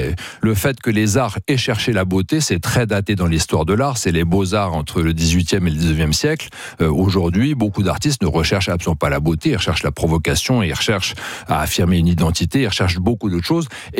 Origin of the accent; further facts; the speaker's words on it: France; On est français, pourquoi ? Pas parce qu'on parle français uniquement ou qu'on a un passeport français.